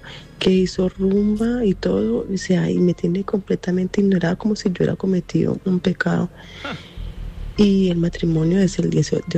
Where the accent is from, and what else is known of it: Colombia; now in Spain